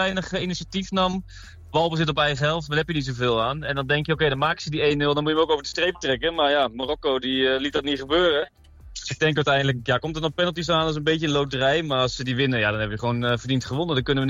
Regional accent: Hardenberg, Overijssel, Netherlands; now in Hilversum, Netherlands; In Hilversum wonen we nu. Ik ben opgegroeid in Harderberg, maar we zijn nu een beetje verhuisd naar centraal van het land.

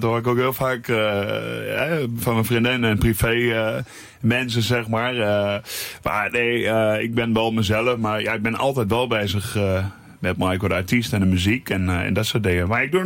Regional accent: Enschede, Overijssel, Netherlands; also born or lived in Hengelo; Twente, ik hou van Twente, Overijssel. En ik kom officieel uit Hengelo, ben geboren, Enschede opgegroeid. Ik woon nu in Bieren, al 3,5 jaar bij mijn vriendin.

